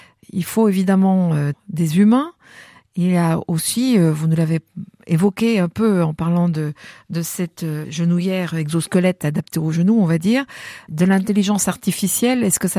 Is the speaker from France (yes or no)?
yes; France; chez nous, en France notamment